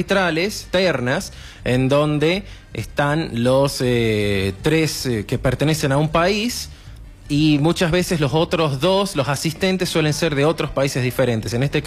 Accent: Chilecito, La Rioja, Argentina; Sí, como dicen, somos chilesiteños cuando convienen y somos riojanos cuando conviene de otra forma.

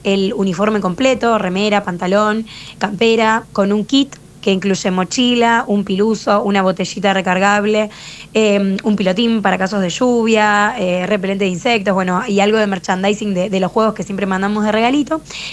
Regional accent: Rosario, Santa Fe, Argentina; Yo soy santafesina de la ciudad de Rosario

